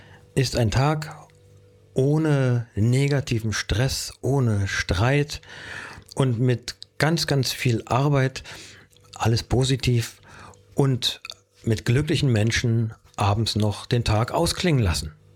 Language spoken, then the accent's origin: German; Berlin, Germany; Also als richtiger Berliner ist man damit groß geworden, auch wenn man oft angehalten wurde, bitte Hochdeutsch zu sprechen.